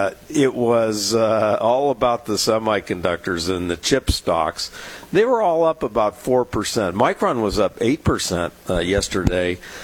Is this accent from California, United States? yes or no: yes; San Diego, California, United States; I grew up fishing in San Diego Bay and the Mission Bay